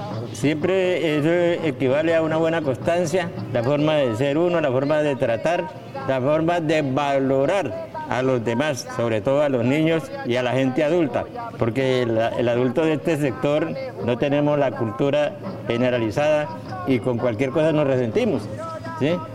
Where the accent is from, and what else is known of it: Arauquita, Arauca, Colombia; moved away as an adult; also born or lived in Santander